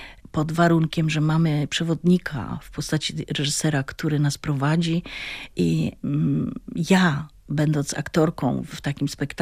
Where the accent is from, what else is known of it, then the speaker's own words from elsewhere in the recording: Silesian Voivodeship, Poland; accent: Silesian; first language Silesian; Polish is a second language; my Ślązacy. Czasami mam wrażenie, że być Ślązaczką było dla mnie bardzo trudne, ale wydaje mi się, że stało się to moją siłą.